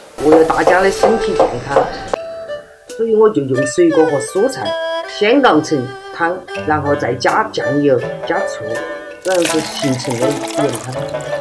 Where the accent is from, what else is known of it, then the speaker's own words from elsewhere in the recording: Guizhou, China; 我们贵州人都喜欢吃酸